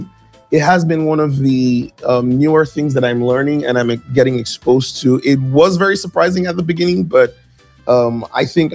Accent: Nigeria; just pure Nigerian.

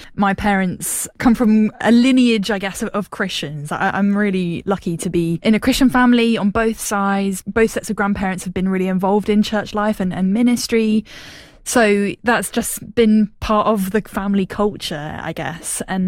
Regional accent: South West England, United Kingdom; accent: West Country; I grew up in West Wiltshire. I mean, when I say I'm from the West Country, people kind of say Wiltshire's not really the West Country. But if you've heard the accent, then it absolutely is.

